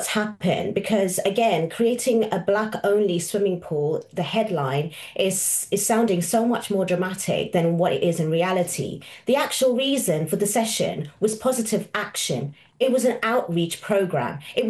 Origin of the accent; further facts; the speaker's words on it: South Africa; I am born and raised in South Africa.